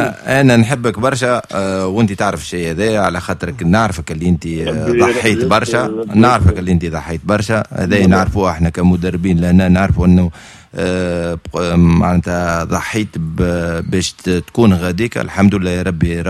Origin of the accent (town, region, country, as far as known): Tunisia